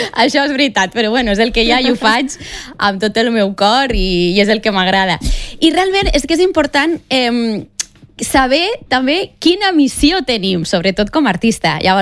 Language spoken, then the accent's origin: Catalan; Catalonia, Spain; Doncs sóc la catalana indígena perquè tinc ànima indígena, perquè sóc terra, estimo la natura, respecte als animals, i catalana perquè sóc catalana, el meu cor és català, estimo la meva terra